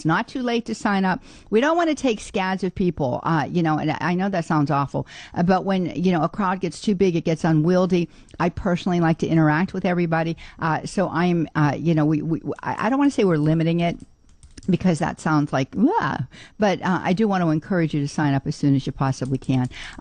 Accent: Pittsburgh, Pennsylvania, United States; accent: Pittsburgh

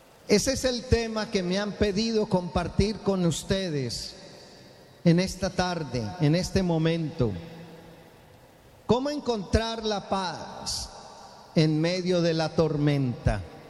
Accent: Colombia; soy un sacerdote colombiano.

